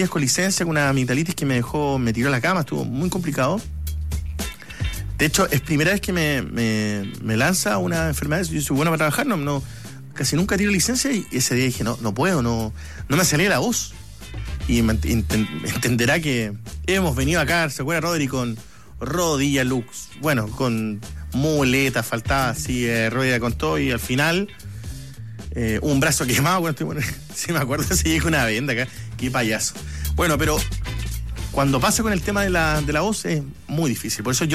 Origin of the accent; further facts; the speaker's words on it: Magallanes and Chilean Antarctica, Chile; moved away; los magallánicos somos buenos para el frío, pero ya me aclimaté.